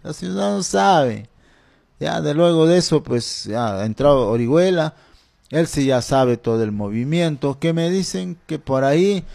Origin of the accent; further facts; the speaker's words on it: Junín, Peru; ahí donde mi pueblo, mi anexo donde me vio crecer, Unión Autiqui, Belén Anapiare, Centro Anapiare, Quimari de Unión Andahuaylas.